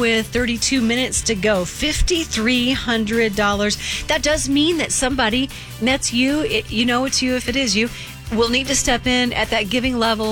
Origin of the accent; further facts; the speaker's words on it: Texas, United States; You can tell that being a Texan, I've never had to say that before.